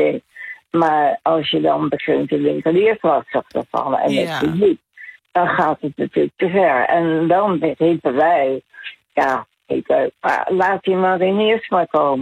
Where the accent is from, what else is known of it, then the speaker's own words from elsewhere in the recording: The Hague, South Holland, Netherlands; Ik kom daar eigenlijk uit Den Haag. Scheveningen geëvacueerd naar Den Haag.